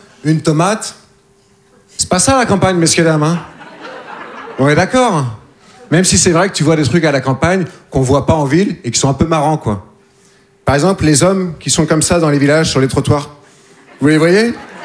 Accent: Nouvelle-Aquitaine, France; Moi, je fais partie de ce qu'on appelle les humoristes de province. Je viens des Deux-Sèvres. Vous connaissez les Deux-Sèvres ? Non ? C'est entre la Vienne et la Vendée.

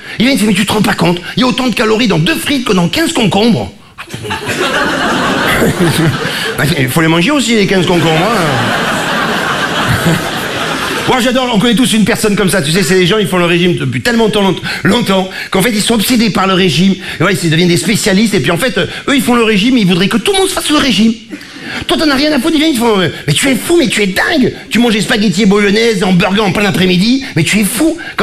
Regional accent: Marseille, Provence-Alpes-Côte d'Azur, France; now in Paris, France; quand je suis arrivé à Paris, je suis mec de l'Arrive du Sud, j'étais marseillais

